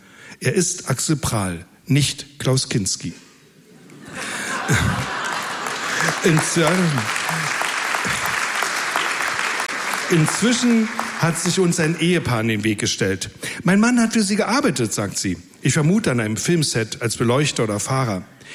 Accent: East Germany, Germany; Ich bin Ossi, ich sage noch Kaufhalle.

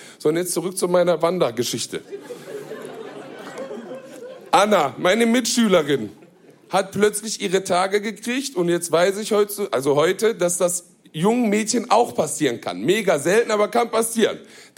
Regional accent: Duisburg, North Rhine-Westphalia, Germany; ich bin in Duisburg im Marxloh aufgewachsen.

